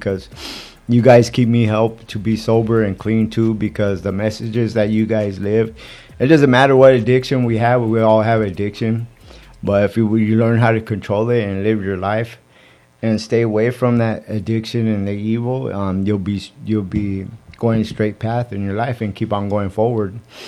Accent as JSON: {"language": "English", "town": "San Bernardino", "region": "California", "country": "United States", "tie": "born or raised there", "said": "I'm from San Bernardino too. I grew up out here, and I grew up on 7th, all over on Home Street, all over the place, 14, Stoners."}